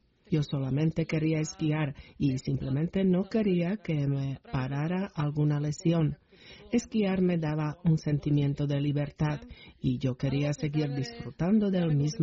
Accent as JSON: {"language": "Spanish", "region": "southern Slovakia", "country": "Slovakia", "also_born_or_lived": "Levoča", "said": "provengo del sur de Eslovaquia y, aunque no se trata de una tierra plana, tampoco es montañosa"}